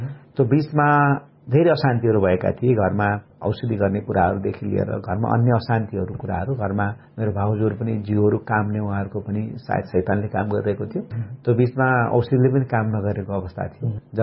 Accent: Birendranagar, Karnali Province, Nepal; now in Kathmandu, Nepal; मेरो खास मेरो ओरिजन सुर्खेत जिल्ला वीरेन्द्र नगरपालिका वार्ड नम्बर 10 पर्छ। मेरो बाल्यकाल त्यहीँ सुर्खेतमै बित्यो र पढाइको सिलसिलामा अनि म काठमाडौँतिर आएँ।

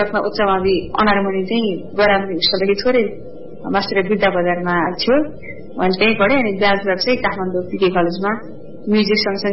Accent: Jhapa, Koshi Province, Nepal; अनि बाल्यकाल चाहिँ मेरो झापामा नै बित्यो।

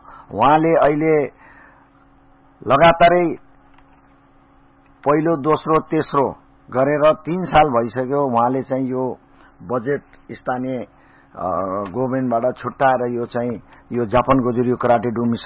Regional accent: Tilottama, Lumbini Province, Nepal; म यहीँको बासिन्दा तिलोतमा नगरपालिका 15 को बासिन्दा भएको हुनाले

